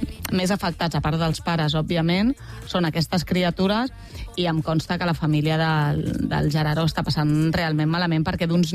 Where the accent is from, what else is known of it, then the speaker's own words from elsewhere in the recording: Catalonia, Spain; Com som els catalans